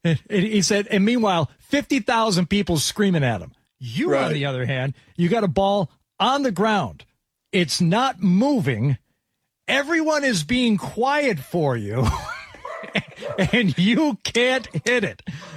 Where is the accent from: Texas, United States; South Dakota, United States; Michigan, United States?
Michigan, United States; Detroit; I grew up in Detroit.